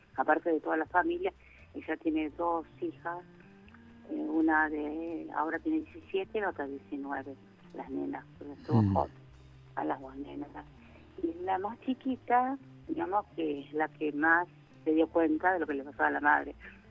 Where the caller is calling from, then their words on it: La Paternal, Buenos Aires, Argentina; de Paternal.